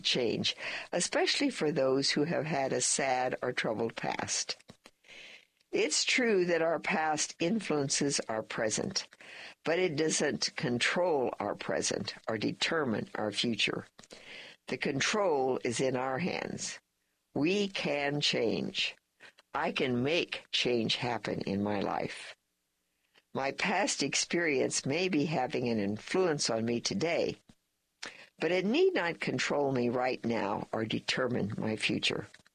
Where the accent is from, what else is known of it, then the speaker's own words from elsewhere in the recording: Alton, Illinois, United States; born there; It's a lovely thing that I was born in Alton.